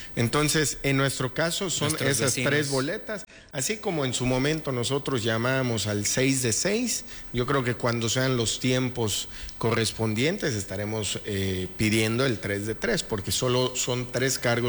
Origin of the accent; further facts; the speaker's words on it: Yucatán, Mexico; ¿Dónde entramos como yucatecos?